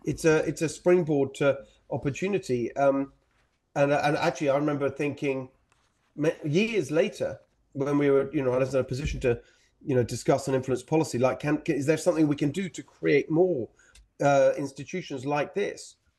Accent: England, United Kingdom; born there; And when I was a kid, I was born in England. My parents are Hungarian. My stepfather's Hungarian.

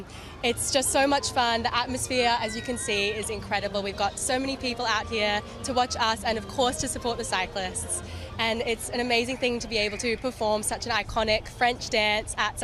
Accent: Australia; moved away; I'm Australian, so I grew up watching the Tour de France all the way back in Australia.

